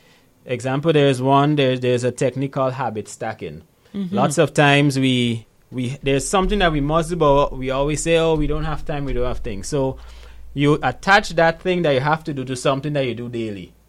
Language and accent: English; Guyana; born there; I remember when I just moved back to Guyana in 2016. Right, I was born in Guyana, by the way.